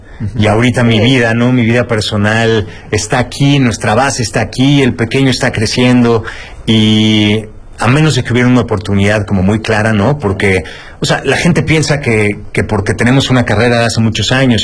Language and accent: Spanish; Mexico; yo siempre abierto a llevar lo que somos como mexicanos al resto del mundo.